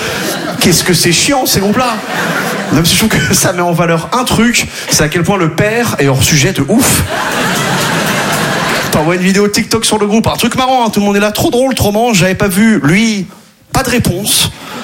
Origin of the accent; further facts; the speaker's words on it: Quimperlé, Brittany, France; Si vous voyez là, déjà là d'où je viens à Quimperlé, on n'avait pas les sports cool.